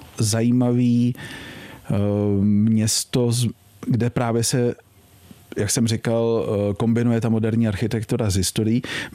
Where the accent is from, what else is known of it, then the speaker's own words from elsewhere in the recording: Prague, Czechia; já jsem jako Pražák, narodil jsem se v Praze